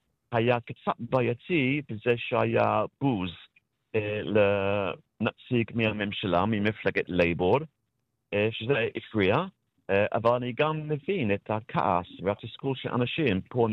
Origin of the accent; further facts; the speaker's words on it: United Kingdom; אני בריטי